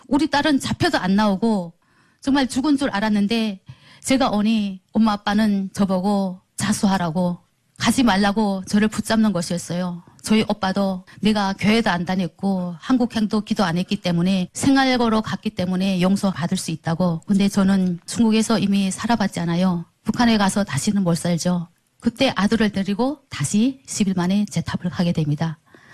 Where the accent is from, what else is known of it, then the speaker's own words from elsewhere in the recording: North Korea; moved away; 탈북을 해서 3년 동안에 무소식이었잖아요.